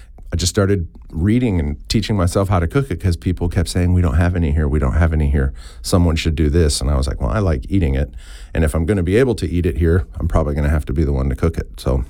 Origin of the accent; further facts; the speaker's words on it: Arizona, United States; Tina and I grew up in Arizona.